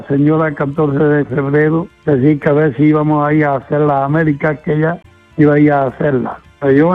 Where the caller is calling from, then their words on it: Padul, Andalusia, Spain; de Padul.